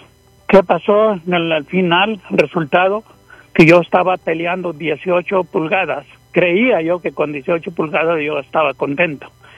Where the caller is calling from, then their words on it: Brighton, Colorado, United States; yo vivo en Brighton, y el terreno está en Wiggins, cerca de Fort Morgan, en el Morgan County.